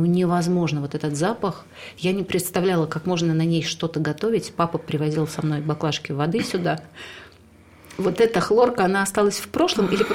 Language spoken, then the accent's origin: Russian; Kursk Oblast, Russia; moved away as an adult; now in Oryol, Russia; У нас в городке, в маленьком, из которого я приехала, из Курской области